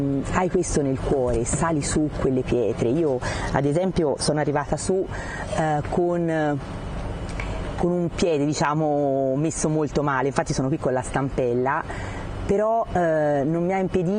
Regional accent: Siena, Tuscany, Italy; vengo da Siena

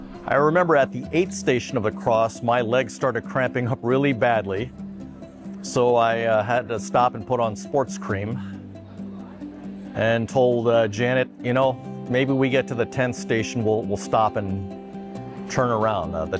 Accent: Kansas City, Missouri, United States; I'm from Kansas City, Missouri.

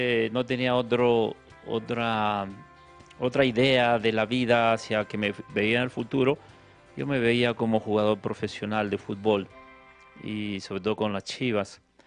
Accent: Guadalupe, Zacatecas, Mexico; soy de Guadalupe, Zacatecas

